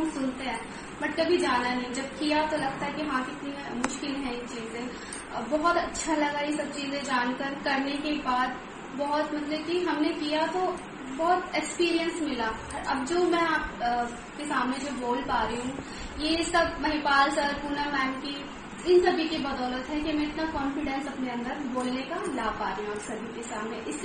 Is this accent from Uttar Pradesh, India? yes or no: no; Delhi, India; नमस्कार दोस्तों … और मैं दिल्ली से हूँ।